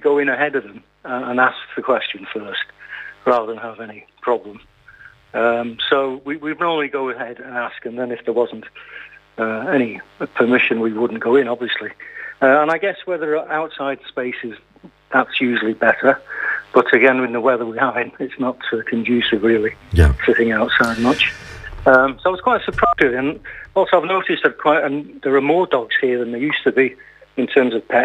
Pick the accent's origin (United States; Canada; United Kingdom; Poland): United Kingdom; Stockport, North West England; I'm in France. From Stockport near Manchester.